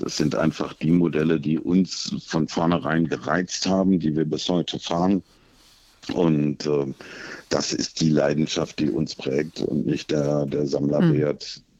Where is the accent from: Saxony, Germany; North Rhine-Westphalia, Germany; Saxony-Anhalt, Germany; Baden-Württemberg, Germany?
North Rhine-Westphalia, Germany; born or raised there